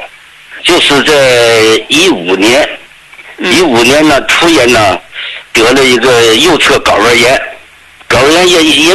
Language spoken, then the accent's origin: Chinese; Dalian, Liaoning, China; 我是大连的，大连的。